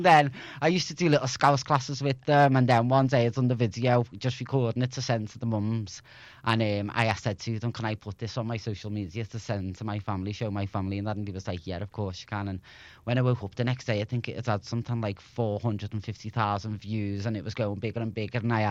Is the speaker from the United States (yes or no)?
no; Liverpool, North West England, United Kingdom